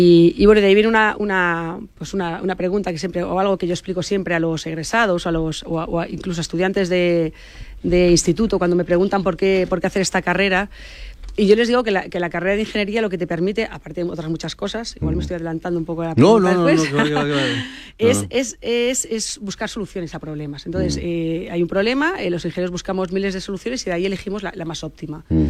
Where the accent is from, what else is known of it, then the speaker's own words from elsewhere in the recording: Valencia, Valencian Community, Spain; moved away as an adult; also born or lived in Zamora; Me considero valenciana, totalmente, como dices, hasta los huesos, porque pasé allí mi infancia, pasé mi adolescencia, la época de la universidad. Y es verdad que llevo ya años fuera de Valencia, porque ya hace 20 años que salí de allí